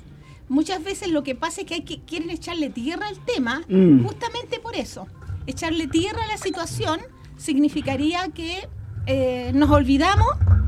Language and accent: Spanish; Chile; nosotros siempre nos creímos la muerte como chilenos